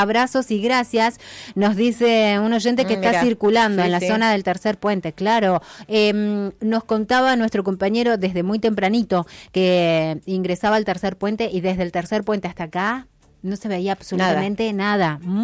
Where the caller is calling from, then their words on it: San Antonio Oeste, Río Negro, Argentina; Hola, buenos días. … de San Antonio Oeste.